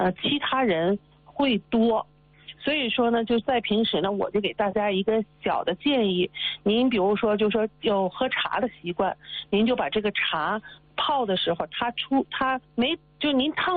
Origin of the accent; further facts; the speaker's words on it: Northeast China, China; 像咱们东北人特别喜欢那种大碴子粥